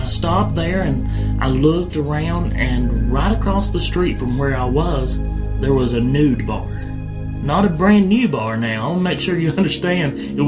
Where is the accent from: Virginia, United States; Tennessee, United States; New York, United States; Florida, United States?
Tennessee, United States; Chattanooga; And I said, I'm a preacher from Chattanooga.